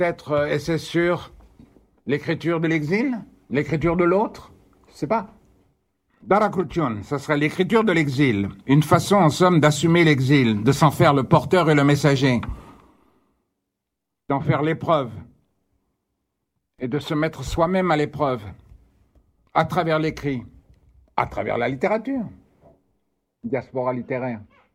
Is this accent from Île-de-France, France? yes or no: yes; Paris, Île-de-France, France; Moi, je suis né à Paris, hein. J'ai grandi à Paris.